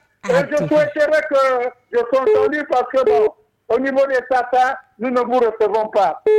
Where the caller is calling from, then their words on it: Essassa, Estuaire, Gabon; je suis à Essassa.